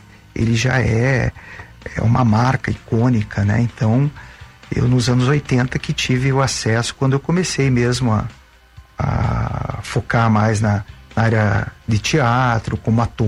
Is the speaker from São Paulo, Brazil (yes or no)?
no; Colombo, Paraná, Brazil; eu sou da região metropolitana, eu sou de Colombo, né? É, e eu morava no sítio, né?